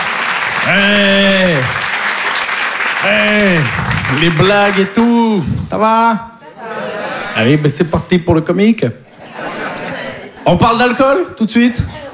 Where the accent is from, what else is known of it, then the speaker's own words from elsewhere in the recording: Poitiers, Nouvelle-Aquitaine, France; Mais bon, en plus, je viens de Poitiers, donc il faut s'occuper.